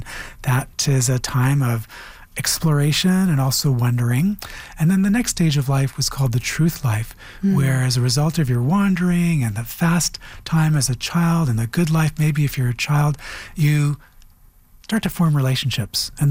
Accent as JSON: {"language": "English", "country": "Canada", "said": "I'm wholly Canadian. I'm not some portion Canadian. I'm wholly Anishinaabe, not some portion Anishinaabe."}